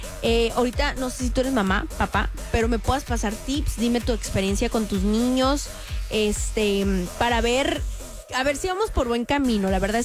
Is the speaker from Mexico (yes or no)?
yes; Mexico; somos los mismos mexicanos